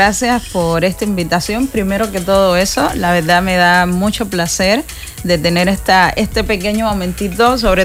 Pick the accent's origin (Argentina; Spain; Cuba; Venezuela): Cuba; Havana; moved away as an adult; now in Cancún, Mexico; Nací en La Habana